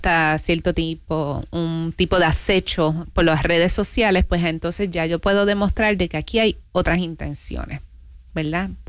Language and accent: Spanish; Puerto Rico; now in Pinellas County, United States; Soy la primera abogada puertorriqueña en el condado de Pinellas y Pasco County